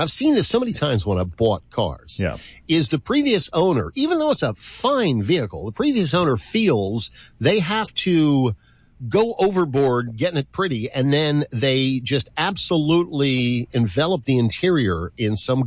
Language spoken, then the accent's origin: English; Philadelphia, Pennsylvania, United States; now in Southern New England, United States; Now, I'm not a native. I'm born and raised in the Philly area. I came to New England, though, at this point, closing in on 40 years ago.